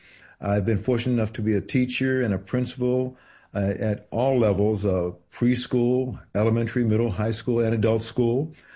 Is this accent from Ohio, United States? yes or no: no; Detroit, Michigan, United States; moved away as an adult; also born or lived in Virginia / Southern California; now in Bay Area, California, United States; I was born in Virginia, grew up in Detroit, Michigan, working class community.